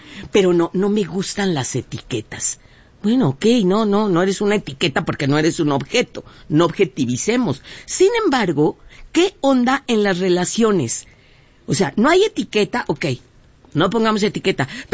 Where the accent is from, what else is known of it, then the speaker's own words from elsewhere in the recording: Mexico; Y sí, claro, sí, somos mexicanos, no, a ver, ¿qué somos?